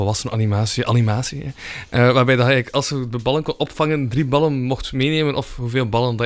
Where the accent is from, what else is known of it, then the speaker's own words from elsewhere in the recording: Kortrijk, Flanders, Belgium; als Kortrijkzaan